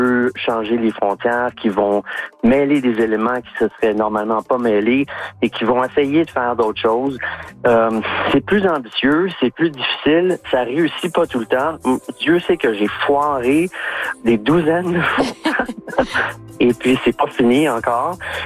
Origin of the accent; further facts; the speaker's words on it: Montreal, Quebec, Canada; now in Toronto, Canada; C'est le résultat de plusieurs années passées à Toronto. Moi, je viens de Montréal, mais je suis ici depuis plusieurs années maintenant.